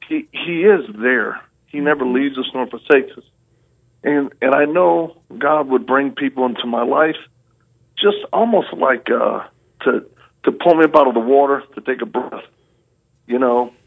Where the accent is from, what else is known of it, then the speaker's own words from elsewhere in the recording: Louisiana, United States; also born or lived in Mississippi / Texas; Well, I'm a Southern boy. I was born in Louisiana, and spent a lot of time on the bayous. And then, you know, we moved around a lot. So we spent time in three main states, Louisiana, Mississippi, and Texas.